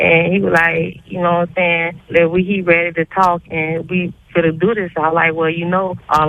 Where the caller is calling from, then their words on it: Fort Lauderdale, Florida, United States; I'm calling from Fort Lauderdale.